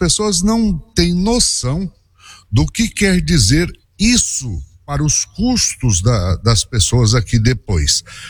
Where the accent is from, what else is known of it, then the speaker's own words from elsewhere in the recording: Brazil; somos nós brasileiros